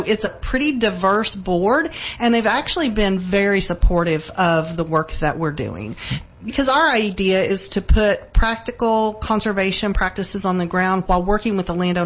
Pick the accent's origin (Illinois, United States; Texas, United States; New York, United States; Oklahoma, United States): Oklahoma, United States; Locust Grove; I grew up in Locust Grove. I think we talked a little bit about that, and grew up on Spring Creek